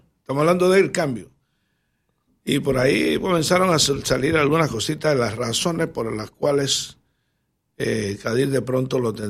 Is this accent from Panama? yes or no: yes; Bugaba, Chiriquí, Panama; moved away; allá en mi terruño, en el ubérrimo distrito de Bugaba y en la fértil tierra de Volcán y Cerro Punta.